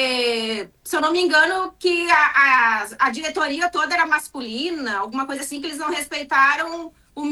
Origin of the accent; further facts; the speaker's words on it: Porto Alegre, Rio Grande do Sul, Brazil; eu sou de Porto Alegre.